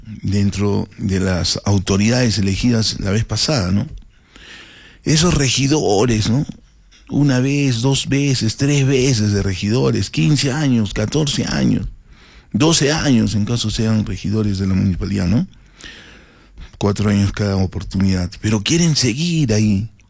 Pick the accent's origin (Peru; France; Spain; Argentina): Peru; Arequipa; soy de Arequipa, efectivamente